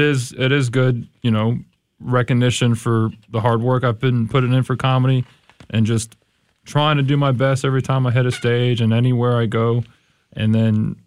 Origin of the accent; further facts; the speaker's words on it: Florida, United States; I'm from Florida.